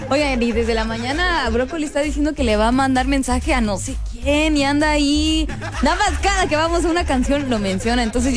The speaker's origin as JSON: {"language": "Spanish", "country": "Mexico", "said": "Tanto hay cosas buenas que hacemos los mexicanos como cosas malas también"}